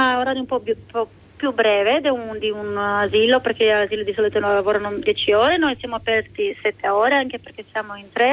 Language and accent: Italian; Brtonigla, Istria County, Croatia; born there; also born or lived in Villanova (Nova Vas), Istria; Sono nata qua, sono nata a Verteneglia, poi sono venuta a vivere a Villanova, dove vivevano prima mia mamma e i miei nonni.